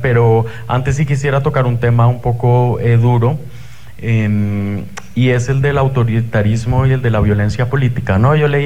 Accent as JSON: {"language": "Spanish", "country": "Colombia", "said": "Y lo leía pensando mucho en yo soy colombiano, en lo que acaba de pasar en mi país"}